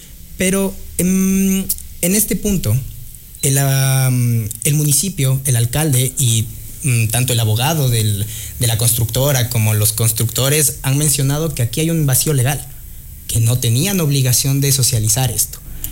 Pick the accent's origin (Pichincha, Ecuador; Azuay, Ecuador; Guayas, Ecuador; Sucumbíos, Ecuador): Pichincha, Ecuador; Quito; yo soy de Quito